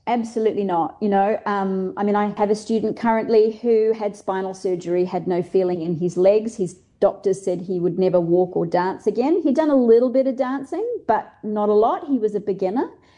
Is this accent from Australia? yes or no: yes; Australia; now in New Zealand; I call it lobster being Australian